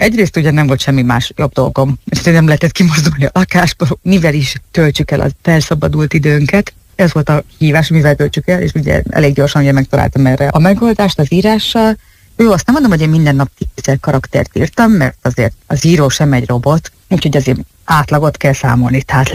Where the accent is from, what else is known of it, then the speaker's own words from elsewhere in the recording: Hungary; first language Hungarian; moved away as an adult; also born or lived in Budapest; now in Italy; magyar az anyanyelvem, tehát én magyarul szeretek írni.